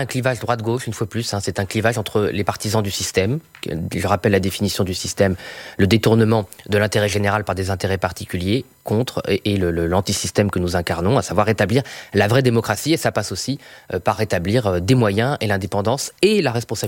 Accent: Boulogne-sur-Mer, Hauts-de-France, France; born there; Moi, je suis né à Boulogne-sur-Mer, donc ma famille, comme beaucoup de familles des Hauts-de-France, a été marquée symboliquement par le scandale Outreau.

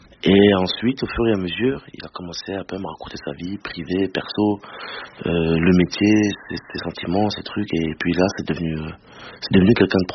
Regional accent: Grand Est, France; moi je viens d'Alsace, même dans ma ville d'origine...

